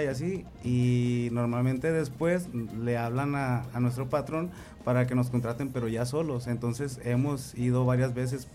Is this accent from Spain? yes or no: no; Tepic, Nayarit, Mexico; nosotros somos nayaritas, somos tepicenses, de hecho, la mayoría.